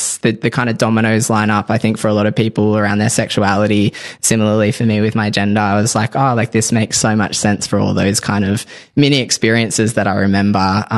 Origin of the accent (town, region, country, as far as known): Tamworth, New South Wales, Australia; born or raised there